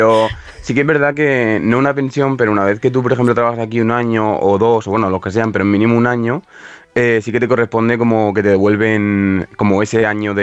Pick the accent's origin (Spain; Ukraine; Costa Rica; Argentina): Spain; Bigastro, Valencian Community; moved away as an adult; now in Ireland; yo soy de Bigastro.